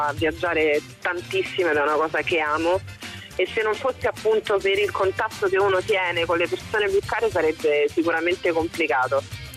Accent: Rome, Lazio, Italy; io sono di Roma

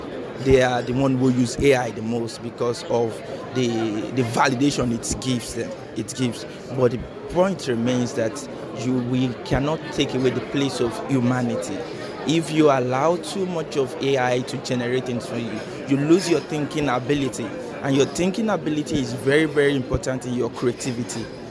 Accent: Nigeria; moved away as an adult; now in Italy; I'm from Nigeria and I school presently in Italy in Lumsar University.

